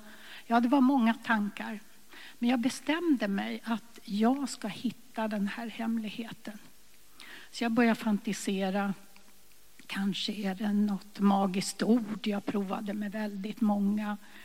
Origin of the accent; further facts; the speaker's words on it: Stockholm, Stockholm County, Sweden; Jag föddes 1943 på Kungsholmen i Stockholm, Hantverkargatan. Där bodde jag med min mamma och mormor i en liten etta.